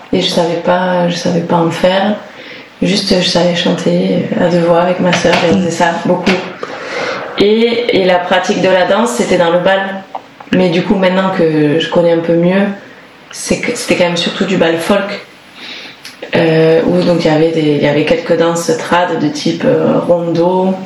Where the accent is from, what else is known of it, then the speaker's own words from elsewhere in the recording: Ramonville-Saint-Agne, Occitanie, France; born there; je suis allée au collège de mon quartier à Ramonville. Et bien, donc je suis passée d'une scolarité tout en occitan au collège en français.